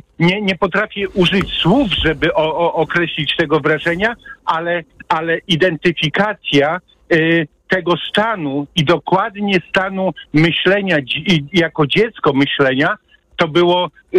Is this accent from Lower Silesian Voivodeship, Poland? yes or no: no; Hajnówka, Podlaskie Voivodeship, Poland; ja się wychowałem w Hajnówce, mała miejscowość przy białoruskiej granicy, w pobliżu Puszczy Białowieskiej, w warunkach takich dosyć spartańskich, wychodek na zewnątrz